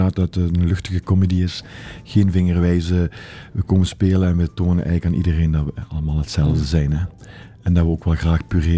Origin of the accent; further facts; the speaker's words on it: Neerpelt, Flanders, Belgium; born there; Dat is in Neerpelt, mijn geboortedorp.